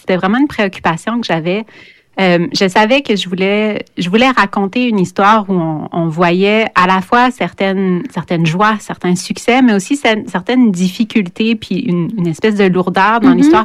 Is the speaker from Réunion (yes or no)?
no; Campbellton, New Brunswick, Canada; j'ai une de mes amies d'enfance, là où j'ai grandi à Campbellton